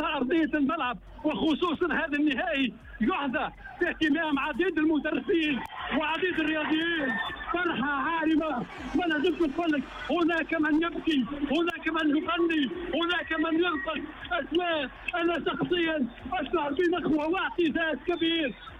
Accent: Tunisia; هذا تتويج هذا فخر لنا كتونسيين

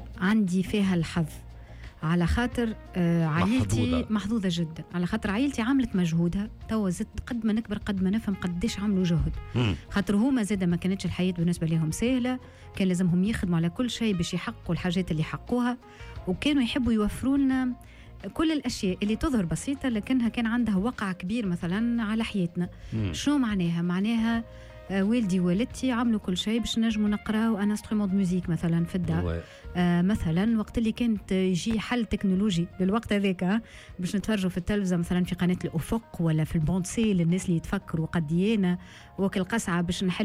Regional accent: Kairouan, Kairouan Governorate, Tunisia; أصيلة القيروان، مولودة في القيروان.

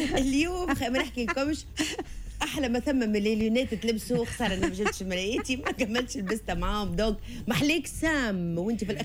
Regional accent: Tunisia; بالحقيقه انا شيء فرحني ياسر كتونسيه

